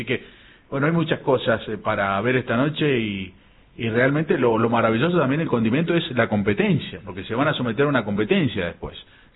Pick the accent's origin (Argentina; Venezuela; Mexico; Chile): Argentina; Mendoza; nos orgullece mucho, nos orgullece mucho también como mendocinos